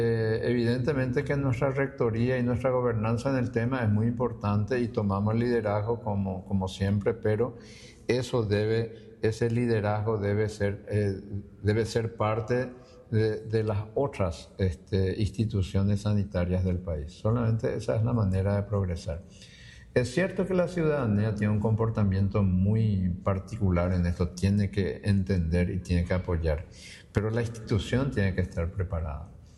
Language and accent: Spanish; Paraguay; los hospitales del área del departamento central de nuestro país de Asunción